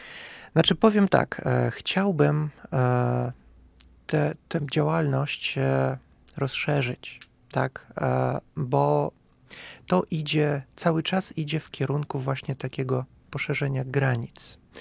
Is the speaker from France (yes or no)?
no; Kazakhstan; now in Poland; ja zawsze mówię, że jestem Kazachstańczyk, czyli nie Kazach, chociaż na początku odbierano mnie jako Kazacha, nazywano mnie Kazachem, ja musiałem poprawiać, tak, że Kazachstan to jest wielonarodowy kraj